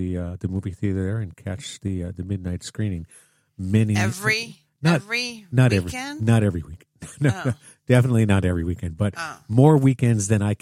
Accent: Highland Park, New Jersey, United States; Growing up in Highland Park, New Jersey, right across the river was New Brunswick.

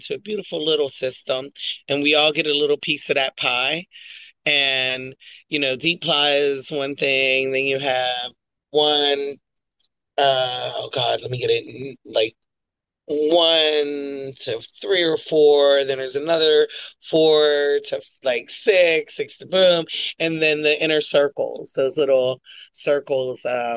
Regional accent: Washington, District of Columbia, United States; this little girl from DC

